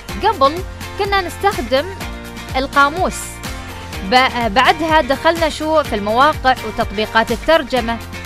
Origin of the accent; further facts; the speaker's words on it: United Arab Emirates; accent: Emirati; وهذا الشيء نلاحظه وايد في لهجتنا.